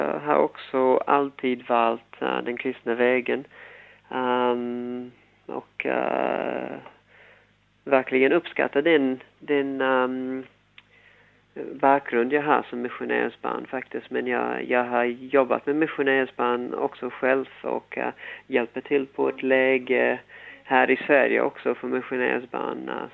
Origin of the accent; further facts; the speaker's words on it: New Zealand; Swedish is a second language; moved away as an adult; now in Sweden; jag kommer ursprungligen ifrån Nya Zeeland